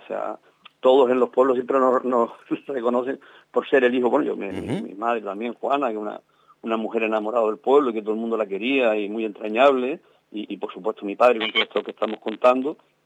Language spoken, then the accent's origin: Spanish; Teror, Canary Islands, Spain; pues ahí corriendo en la Fuente de la Higuera, ahí en Traspalacio, jugando con mis hermanas, con mis primos, o sea, toda mi vida está unida a Teror